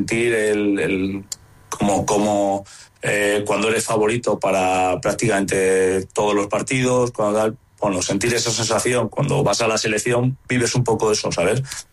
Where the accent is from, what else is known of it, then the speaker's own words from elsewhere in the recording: Spain; me considero parte de ello, o sea, como español que me siento, creo que tenemos una selección magnífica